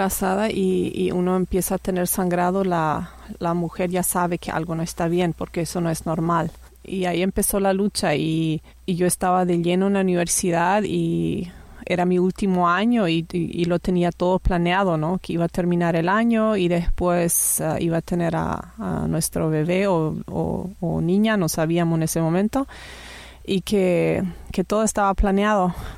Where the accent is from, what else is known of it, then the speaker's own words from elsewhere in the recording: Paraguay; moved away as an adult; now in Canada; Y hace casi 4 años que vivimos por Canadá, y originalmente soy de Paraguay también.